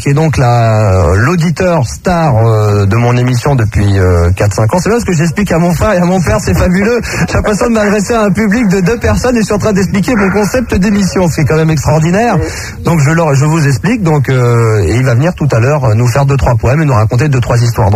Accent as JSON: {"language": "French", "town": "Versailles", "region": "Île-de-France", "country": "France", "tie": "born there"}